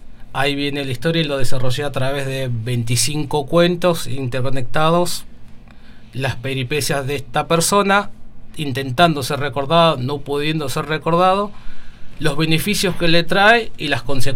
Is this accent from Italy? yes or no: no; La Ferrere, Buenos Aires Province, Argentina; Ah, bueno … soy de La Ferrere, de La Matanza, y Me autotitulo escritor